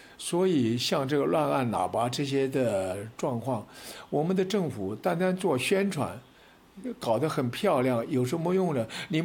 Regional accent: China; 我们中国现在是伟大的国家，泱泱大国，为什么要做出这样不文明野蛮人的事情呢？我们外国人，现在我们中国人到国外去旅行啊

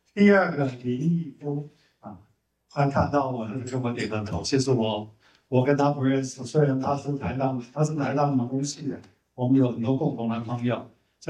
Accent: Taiwan; 那我们台湾人对山区河川的治理，我们有一套我们的一个方法

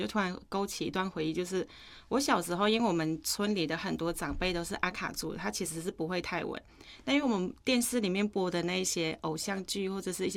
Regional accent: Northern Thailand, Thailand; Chinese is a second language; moved away as an adult; also born or lived in Taichung, Taiwan; now in Taipei, Taiwan; 但是可能我们去到我们的小小县城里面是泰国北部的方言，叫兰纳，就是我们北部的方言叫 Khmer

